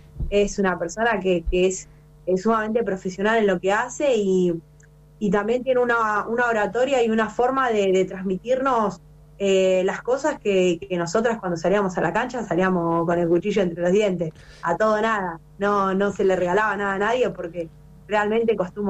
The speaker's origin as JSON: {"language": "Spanish", "town": "Rawson", "region": "Chubut", "country": "Argentina", "tie": "born or raised there", "said": "Yo me crié en Rawson cuando estaba estudiando en el profesorado de Educación Física"}